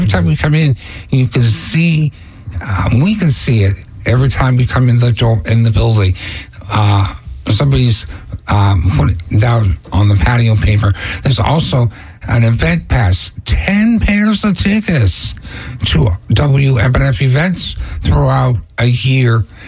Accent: Boston, Massachusetts, United States; I'm originally from Boston

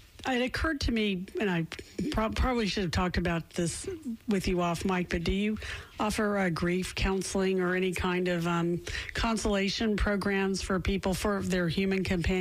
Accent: the South, United States; I'm from the South

